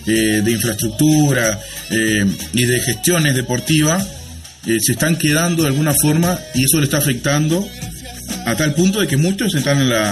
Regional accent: Uruguay

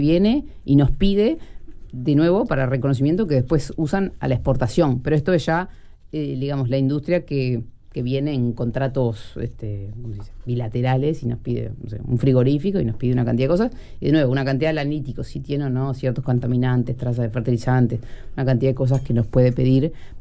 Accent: Uruguay

